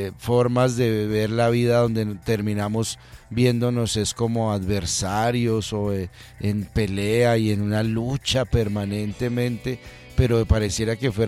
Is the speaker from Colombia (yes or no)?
yes; Colombia